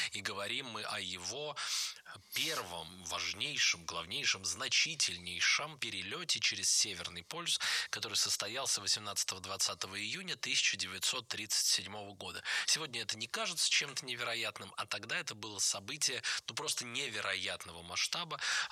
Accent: Nizhny Novgorod, Nizhny Novgorod Oblast, Russia; born there; я, как человек, родившийся в Нижнем Новгороде, как нижегородец

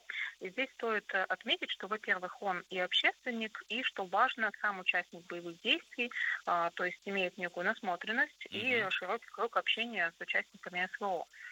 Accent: Arkhangelsk, Arkhangelsk Oblast, Russia; Но так как мы из Архангельска, мы у него спросили, а чем же из Архангельской области мы хотим презентовать этот проект.

